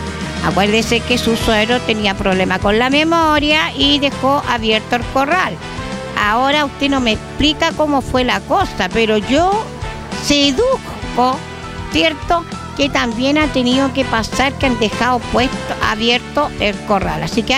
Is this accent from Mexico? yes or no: no; Chile